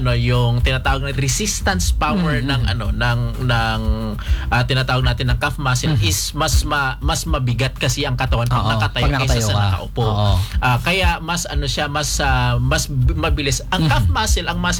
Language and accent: Tagalog; Mindanao, Philippines